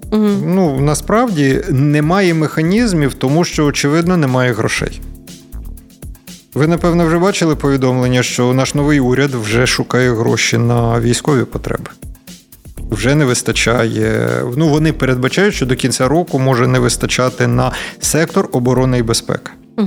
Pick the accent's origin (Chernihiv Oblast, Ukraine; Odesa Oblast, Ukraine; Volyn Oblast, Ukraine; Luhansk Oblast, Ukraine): Odesa Oblast, Ukraine; Odesa; Я от з Одеси знаю, що вивозили. Це були наші українці, наші одесити.